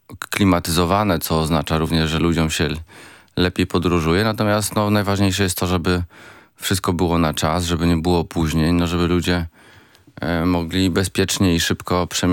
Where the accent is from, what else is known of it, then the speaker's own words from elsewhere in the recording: Warsaw, Masovian Voivodeship, Poland; Na szczęście ja jestem z Warszawy